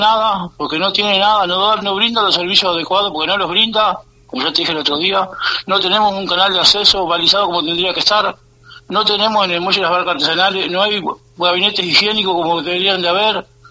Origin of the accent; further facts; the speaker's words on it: La Paloma, Rocha, Uruguay; yo que vivo en La Paloma toda la vida